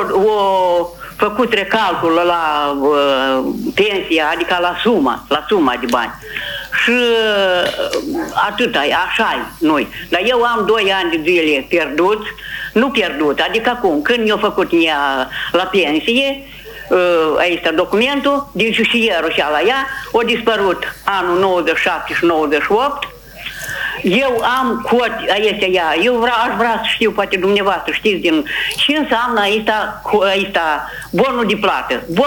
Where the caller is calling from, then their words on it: Telenești, Telenești District, Moldova; sunt din Telenești.